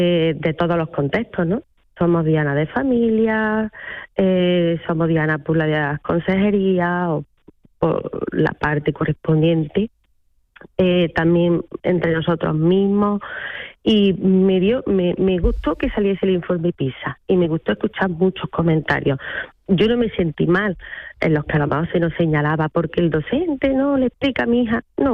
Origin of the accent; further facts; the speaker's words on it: Fernán Núñez, Andalusia, Spain; Pues mira, yo soy de un pueblo de la campiña cordobesa. Concretamente soy de Fernanduñe.